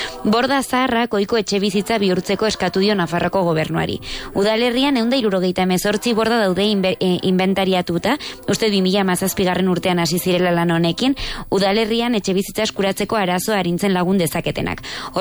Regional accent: Elzaburu, Navarre, Spain; born there; nire herrian Eltzaburun

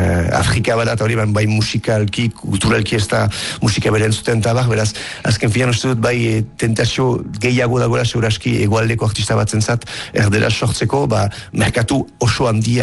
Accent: Bayonne, Nouvelle-Aquitaine, France; bizitzea eskualde batean, Baiona bezalako hiri batean, txikia nintzenean, nun euskalduna girela 100%

